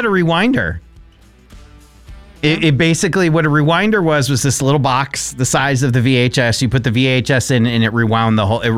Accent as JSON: {"language": "English", "town": "Bristol", "country": "United States", "tie": "born or raised there", "said": "where I grew up in Bristol"}